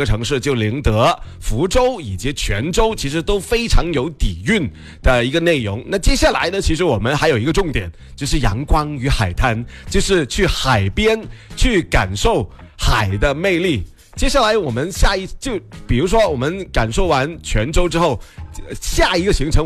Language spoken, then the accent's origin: Cantonese; Guangdong, China; 我哋广东人